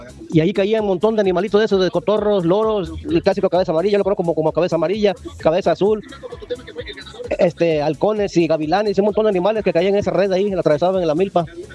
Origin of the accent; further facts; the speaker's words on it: Rodríguez Clara, Veracruz, Mexico; now in Cardel, Mexico; Yo recuerdo ya mi terruño en Rodríguez Clara.